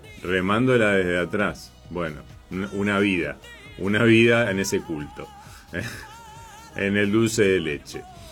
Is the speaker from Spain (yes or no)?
no; Argentina; nosotros que somos argentinos